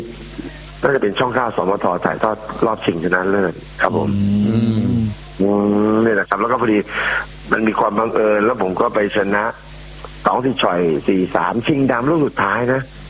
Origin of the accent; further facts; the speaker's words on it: Bangkok, Thailand; also born or lived in Ubon Ratchathani; ผมเป็นคนอุบลนะแล้วก็สี่ห้าขวบเลยก็มาอยู่ตรงที่เนี่ยเป็นคุณย่าเขาขายลาบน้ำตกอยู่ที่นี่ซอยหลังสวน